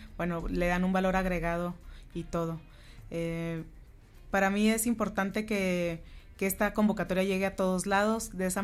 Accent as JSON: {"language": "Spanish", "region": "Chihuahua", "country": "Mexico", "said": "somos chihuahuenses"}